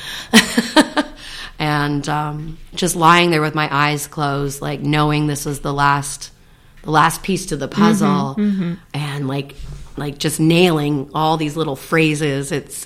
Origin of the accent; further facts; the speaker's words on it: Toronto, Ontario, Canada; it has a shout out to my hometown of Toronto is how we say it out here, right? Toronto.